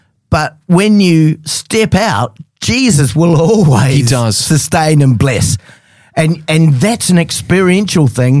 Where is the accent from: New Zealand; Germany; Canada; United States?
New Zealand; moved away; I'm from New Zealand originally.